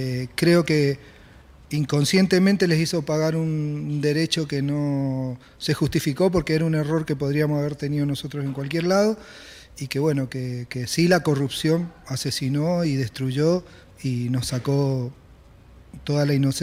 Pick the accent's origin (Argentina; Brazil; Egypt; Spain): Argentina; Mendoza; Bueno, yo soy mendocino